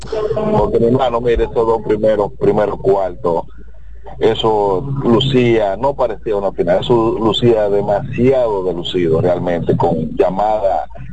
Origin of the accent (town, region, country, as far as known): Dominican Republic